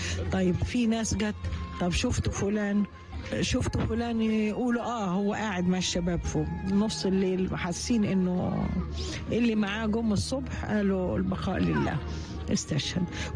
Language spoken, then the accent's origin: Arabic; Egypt; روحنا على المخيمات المصرية اللي بيقولوا طب احنا اولى، احنا مصريين اصلا.